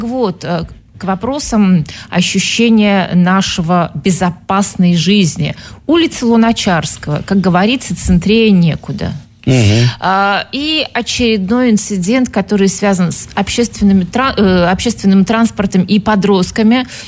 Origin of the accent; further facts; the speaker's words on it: Yekaterinburg, Sverdlovsk Oblast, Russia; born there; я вообще родилась в Чкаловском районе